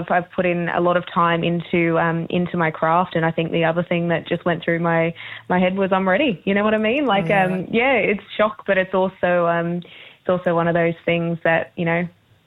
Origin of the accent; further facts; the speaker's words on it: Townsville, Queensland, Australia; I'm from Townsville